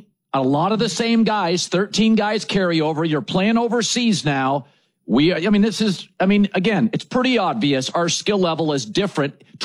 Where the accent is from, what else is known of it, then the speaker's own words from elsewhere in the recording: Pacific Northwest, United States; I'm from the Pacific Northwest, which is a great soccer region in America.